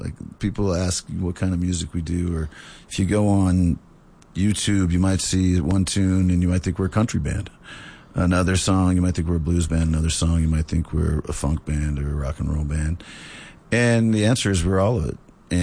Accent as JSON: {"language": "English", "town": "New Orleans", "region": "Louisiana", "country": "United States", "tie": "born or raised there", "said": "I attribute this to growing up in New Orleans, that I've always been exposed to all of those different kinds of music."}